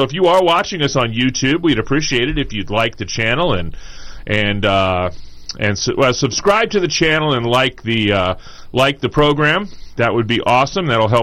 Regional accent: St. Louis, Missouri, United States; You spent last weekend in my hometown.

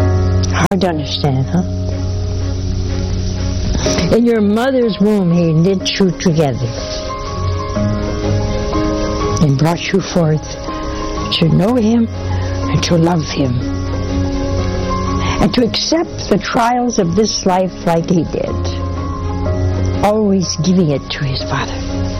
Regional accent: New York, United States; New York.

